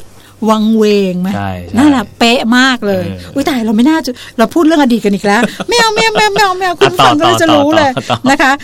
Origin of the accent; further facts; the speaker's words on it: Bangkok, Thailand; born there; เจริญกรุง85ไม่อยากจะบอกว่าเป็นถิ่นกำเนิดดิฉัน